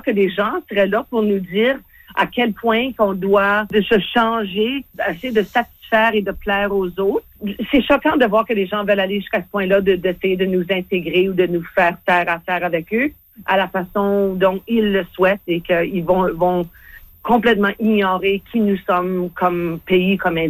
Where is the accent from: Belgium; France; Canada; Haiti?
Canada; first language fr; J'ai la chance de dire aux gens, oui, ma première langue, c'est le français. J'ai appris l'anglais comme langue seconde.